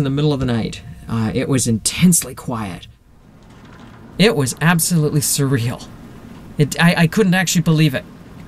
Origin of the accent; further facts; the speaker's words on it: Victoria, British Columbia, Canada; We could see the lights of Victoria. They're all spread out. I mean, that's it. That's my hometown.